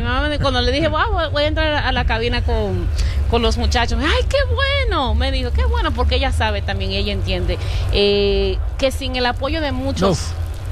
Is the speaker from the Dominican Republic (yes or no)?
yes; Dominican Republic; now in New York, United States; nosotros como dominicanos, como latinos